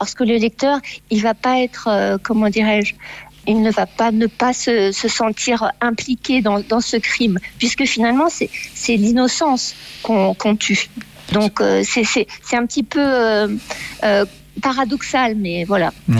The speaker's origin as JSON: {"language": "French", "town": "Paris", "region": "Île-de-France", "country": "France", "also_born_or_lived": "Dartmoor", "moved": "as an adult", "said": "Moi, je suis parisienne d'origine"}